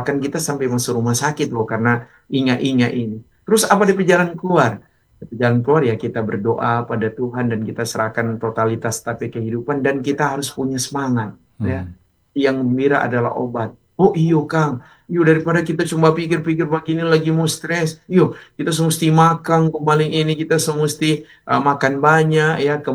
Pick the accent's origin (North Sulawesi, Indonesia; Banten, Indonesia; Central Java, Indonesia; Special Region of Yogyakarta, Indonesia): North Sulawesi, Indonesia; Manado; Walaupun kita orang Manado, Umay.